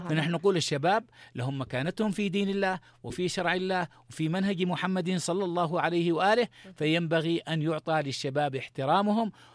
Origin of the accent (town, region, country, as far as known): Yemen